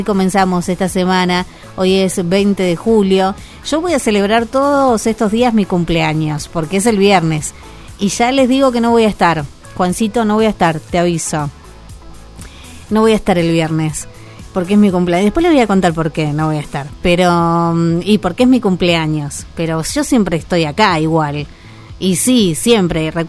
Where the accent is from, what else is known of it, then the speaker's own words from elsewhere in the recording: Argentina; En nuestra forma de ver el mundo como argentinos y argentinas